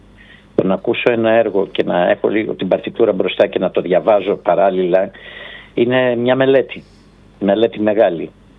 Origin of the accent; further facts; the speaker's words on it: Thessaloniki, Central Macedonia, Greece; moved away; μεγάλη συναυλία και μάλιστα στην Θεσσαλονίκη, στη γενετήρα μου, στην πόλη μου.